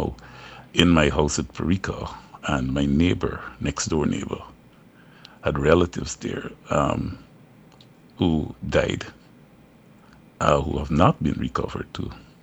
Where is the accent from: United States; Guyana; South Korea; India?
Guyana; Bartica, Cuyuni-Mazaruni; born there; I was born, yes. I was born in Bartico.